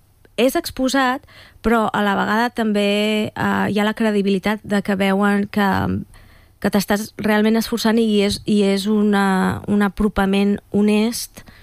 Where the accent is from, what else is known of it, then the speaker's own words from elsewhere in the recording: Manresa, Catalonia, Spain; Bueno, de petita ja estava estudiant al Conservatori de Manresa. Jo sóc de Manresa.